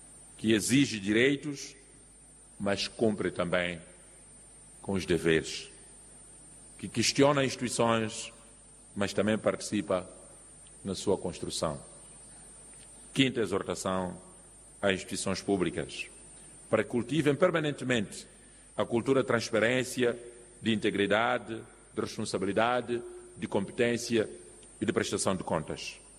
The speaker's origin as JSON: {"language": "Portuguese", "country": "Mozambique"}